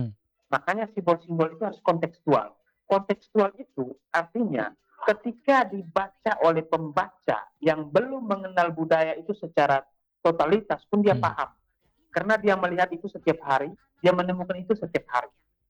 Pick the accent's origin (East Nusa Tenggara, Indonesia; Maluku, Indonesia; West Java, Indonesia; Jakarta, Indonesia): East Nusa Tenggara, Indonesia; Kupang; kita orang Kupang